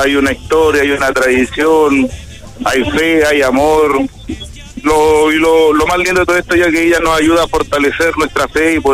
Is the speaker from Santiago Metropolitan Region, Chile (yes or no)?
no; Pedro de Valdivia, Antofagasta, Chile; now in Antofagasta, Chile; Nosotros venimos de Pedro de Valdivia, ¿ya? Estamos radicados en Antofagasta.